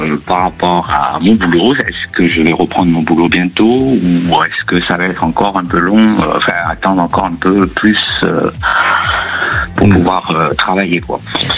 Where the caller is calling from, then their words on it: Bordeaux, Nouvelle-Aquitaine, France; Je vous appelle de Bordeaux.